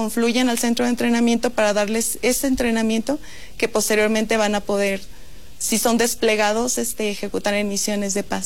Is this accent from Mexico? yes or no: yes; Irapuato, Guanajuato, Mexico; soy de Irapuato, Guanajuato, no muy lejos, pero este, mis padres son este, de una condición humilde